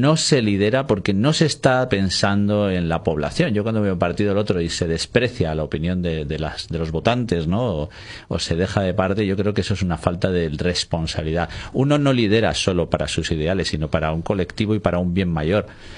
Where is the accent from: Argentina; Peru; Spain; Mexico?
Spain; yo quería que ganase España, evidentemente, como español